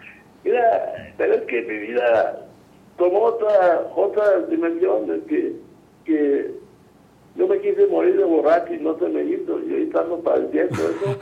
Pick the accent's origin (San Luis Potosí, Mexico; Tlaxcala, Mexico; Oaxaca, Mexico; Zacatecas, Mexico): Zacatecas, Mexico; Plateros; also born or lived in Mexico City; Ya venimos en bicicleta de Plateros.